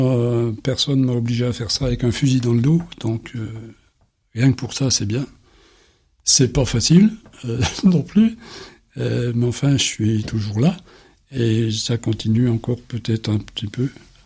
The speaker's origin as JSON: {"language": "French", "region": "Grand Est", "country": "France", "tie": "born or raised there", "moved": "yes", "said": "là-bas, dans mon bled des Vosges, mon trou du cul du monde de là-bas."}